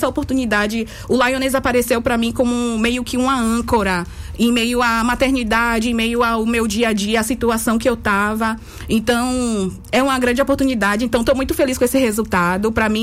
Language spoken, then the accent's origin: Portuguese; Bahia, Brazil; eu sou do Recôncavo.